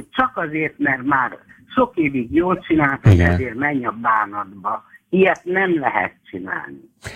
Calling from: Kaposvár, Somogy, Hungary; én kaposvári vagyok

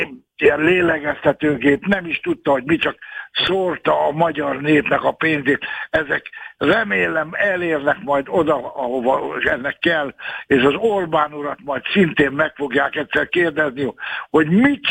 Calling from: Hungary; magyar vagyok

